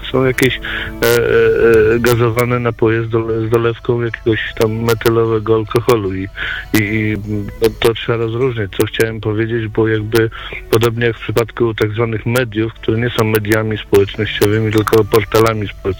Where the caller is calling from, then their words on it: Gniezno, Greater Poland Voivodeship, Poland; Dobry wieczór, pozdrawiam z Gniezna.